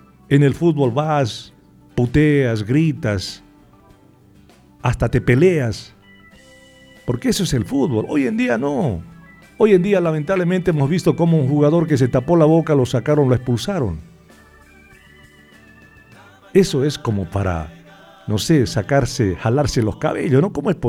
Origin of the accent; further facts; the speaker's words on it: Bolivia; Aquí en nuestro país